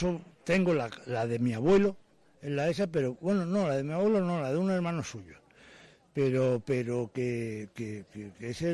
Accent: Málaga, Andalusia, Spain; born there; Yo nací en Málaga, entonces nosotros veníamos a veranear aquí, a la casa de los abuelos.

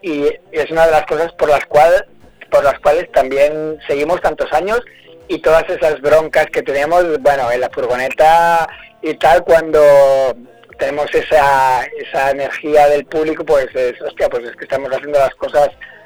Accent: Catalonia, Spain; Además somos de la Costa Brava

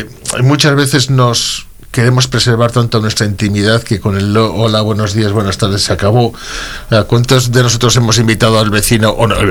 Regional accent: Brañosero, Castile and León, Spain; a mi pueblo, a las Brañas, que tiene espacio más que de sobra.

